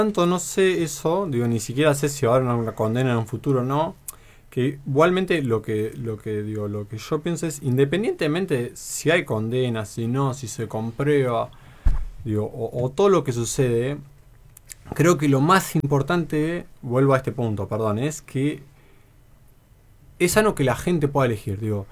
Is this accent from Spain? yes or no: no; Argentina